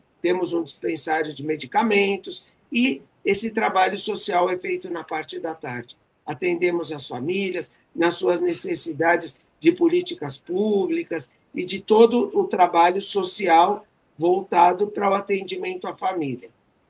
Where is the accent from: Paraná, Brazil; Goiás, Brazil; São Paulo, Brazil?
São Paulo, Brazil; Eu sou aqui de São Paulo, do Grupo Espírita Caibachuto